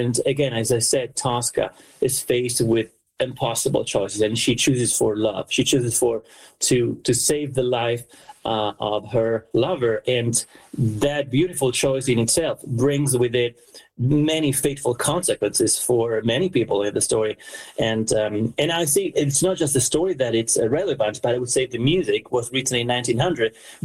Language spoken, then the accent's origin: English; Lucca, Tuscany, Italy; Puccini was born in my hometown, or actually, I was born in his city.